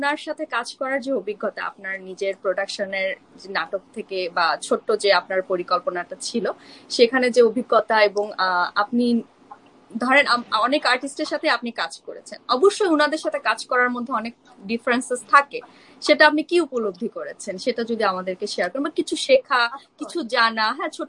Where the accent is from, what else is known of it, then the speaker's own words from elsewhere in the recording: Bangladesh; moved away; আমার ছোটবেলা থেকে আমি যখন বাংলাদেশে ছিলাম, বড় হয়েছি